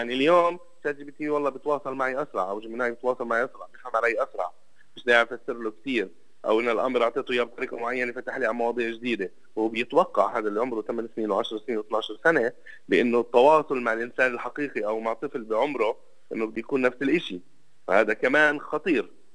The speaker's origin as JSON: {"language": "Arabic", "country": "Palestine", "said": "عندنا في فلسطين."}